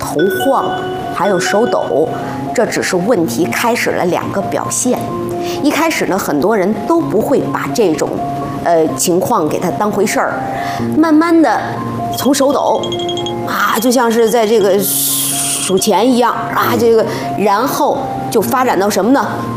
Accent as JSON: {"language": "Chinese", "country": "China"}